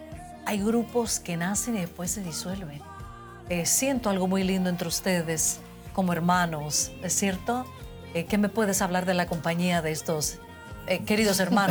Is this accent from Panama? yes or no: yes; Panama